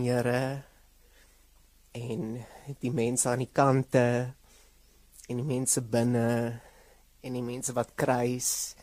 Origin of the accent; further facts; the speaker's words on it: Mbombela, Mpumalanga, South Africa; Ek kom uit die Laagveld uit. Mbombela spesifiek. Maar ek sê altyd Laagveld, want ek het groot geword saam met die mense van Sabi en Easy View en Komati Poort en Mashi Singh en Kanye Mazan